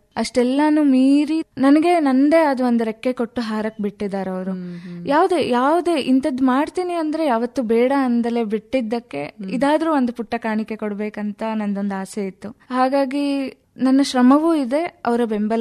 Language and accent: Kannada; Chikkamagaluru, Karnataka, India; moved away as an adult; also born or lived in Davanagere / Hassan; ನಮ್ಮ ಚಿಕ್ಕಮಗಳೂರಲ್ಲಿ ಧರ್ಮಸ್ಥಳ ಸಂಸ್ಥೆಯವ್ರದ್ದು ಒಂದು ಪುಟ್ಟ ಕ್ಲಿನಿಕ್ ಇದೆ